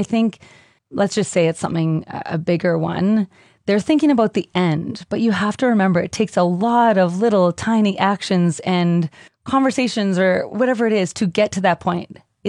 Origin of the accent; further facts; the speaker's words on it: Thunder Bay, Ontario, Canada; I grew up in Thunder Bay.